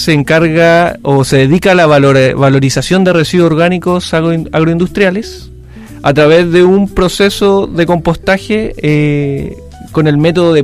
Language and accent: Spanish; Puente Alto, Santiago Metropolitan Region, Chile; moved away as an adult; now in Los Lagos Region, Chile; Soy santiaguino, viviendo aquí en el sur. Soy ingeniero agrónomo de profesión y vengo de la comuna de Puente Alto. Yo estoy viviendo aproximadamente hace 2 años y medio, ¿no? Casi 3 años acá en la décima región.